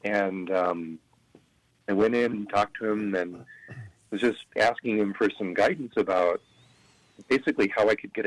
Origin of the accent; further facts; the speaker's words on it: Pasco, Washington, United States; I was born and raised in Pasco, Washington, and so I grew up in St. Patrick Parish, which is now the largest parish in the diocese. I'm the youngest of seven